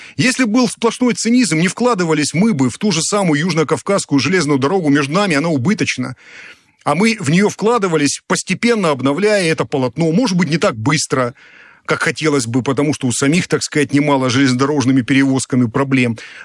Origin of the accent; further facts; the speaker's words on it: Rostov-on-Don, Rostov Oblast, Russia; Я сам ростовчанин. Вот я родился в Ростове-на-Дону.